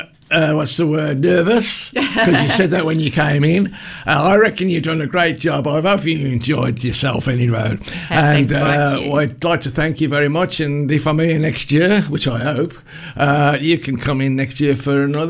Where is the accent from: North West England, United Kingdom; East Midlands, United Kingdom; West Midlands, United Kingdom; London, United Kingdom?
West Midlands, United Kingdom; Birmingham; I'm a Brummie. I've got a funny, I'm useless. I've only been here 60 years.